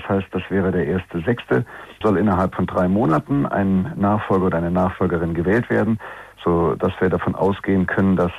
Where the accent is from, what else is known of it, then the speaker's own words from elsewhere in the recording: Rhineland-Palatinate, Germany; der Kreis ist mein Heimatkreis. Ich fühle mich in dem sehr, sehr, sehr, sehr wohl